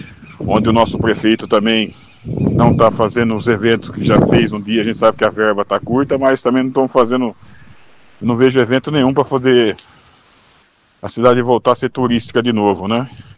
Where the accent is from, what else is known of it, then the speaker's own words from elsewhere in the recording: Igaraçu do Tietê, São Paulo, Brazil; now in Barra Bonita, Brazil; Uma cidade que nem a minha terra natal, que eu nunca escondi o valor que eu tenho da cidade, onde eu sou nascido e criado aí. Hoje eu vivo na Barra, dou valor para a cidade de Barra Bonita, mas eu não esqueço da minha terra natal.